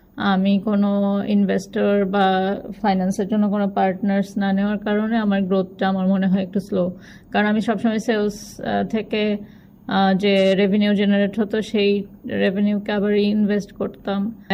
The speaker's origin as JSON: {"language": "Bangla", "town": "Tangail", "region": "Dhaka Division", "country": "Bangladesh", "tie": "born or raised there", "said": "আমরা টাঙ্গাইলে বড় হয়েছি।"}